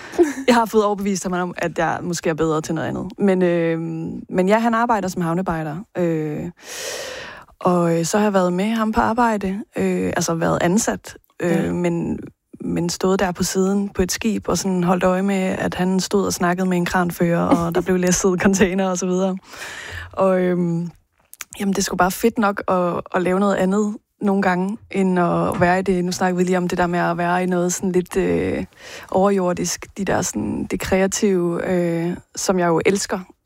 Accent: Jutland, Denmark; Jeg er jo fra Jylland, ja.

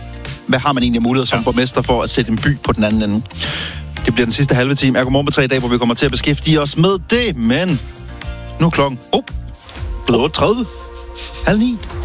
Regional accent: Langå, Central Denmark Region, Denmark; Jeg er fra Langå.

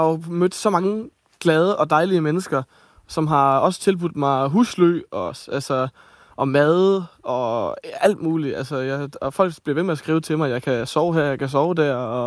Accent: Ebeltoft, Central Denmark Region, Denmark; jeg er jo fra Østjylland, ude fra Ebeltoftdag.

